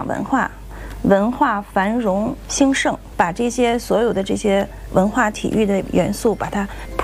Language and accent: Chinese; China; 我是一个中国人。